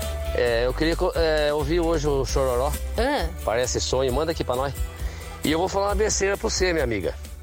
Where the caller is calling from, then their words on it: Torrinha, São Paulo, Brazil; de Torrinha.